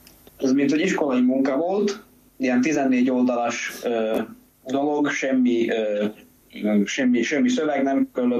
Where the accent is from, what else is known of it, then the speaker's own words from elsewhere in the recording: Hungary; Egész érdekesen, mert mindenki tudja, hogy magyar vagyok.